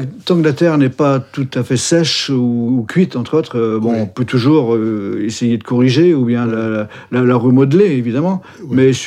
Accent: Brittany, France; je suis breton

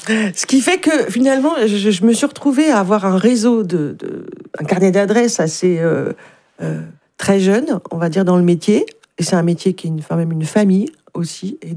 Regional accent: Le Mans, Pays de la Loire, France; born there; Moi, je suis née au Mans, et donc j'ai été baignée, j'ai été éduquée par le Repas Jazz Festival.

